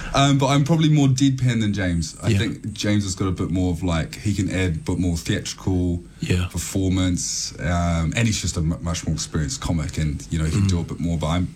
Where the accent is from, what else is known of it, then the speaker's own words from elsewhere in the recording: New Zealand; Yeah, growing up in New Zealand, I was always massive fan of … things like that.